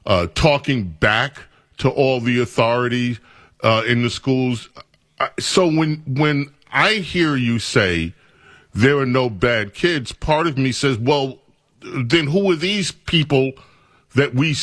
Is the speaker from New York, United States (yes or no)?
yes; New York, United States; When I grew up in New York